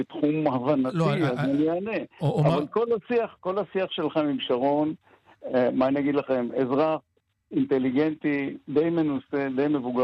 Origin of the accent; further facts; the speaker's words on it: Ein Gev, Northern District, Israel; born there; moved away; also born or lived in Nov, Golan Heights; אני נולדתי בקיבוץ אנגב שהיה הקצה, השפיץ של ההזיה המשיחית של התיישבות בחלק המזרחי של הכנרת, מתחת לסורים, מתחת לאף שלהם.